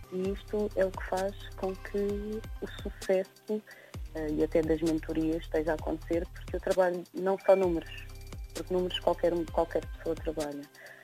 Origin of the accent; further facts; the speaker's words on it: Cape Verde; Eu estive recentemente no Brasil e qualquer pessoa que eu falasse, sou de Cabo Verde, vozinha, onde é que fica?